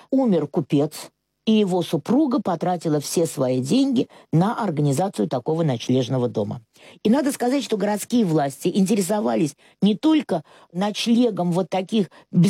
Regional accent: Saint Petersburg, Russia; born there; а я родилась в доме на Большой Подъяческой 8.

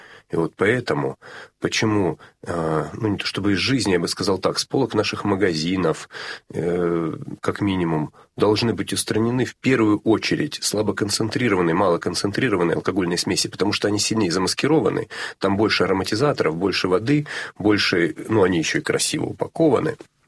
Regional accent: Rostov-on-Don, Rostov Oblast, Russia; я вообще из Ростова-на-Дону, а жили мы в области

